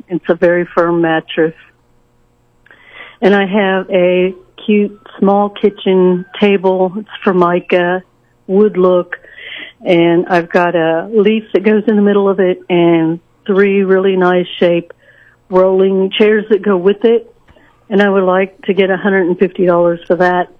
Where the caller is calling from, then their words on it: Sedalia, Missouri, United States; I'm calling from Sedalia, Missouri.